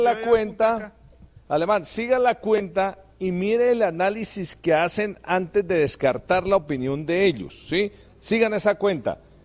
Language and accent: Spanish; Netherlands; Y soy holandés.